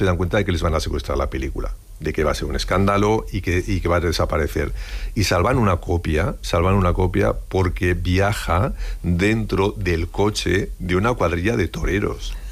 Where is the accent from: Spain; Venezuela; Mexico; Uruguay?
Spain; Aragon; me dio por explorar como buen aragonés la persona de Luis Buñuel.